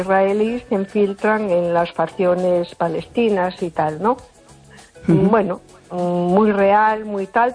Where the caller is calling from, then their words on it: A Coruña, Galicia, Spain; Hola, buenas noches. … de Coruña.